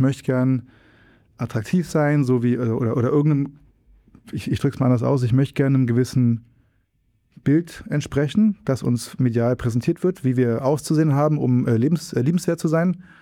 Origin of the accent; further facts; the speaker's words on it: Berlin, Germany; Ich bin irgendwo in meinem Ende der 30er. Noch. Ich wohne in Berlin, ich komme aus Berlin.